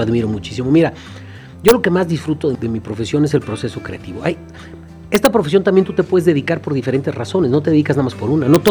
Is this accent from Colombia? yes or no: no; Mexico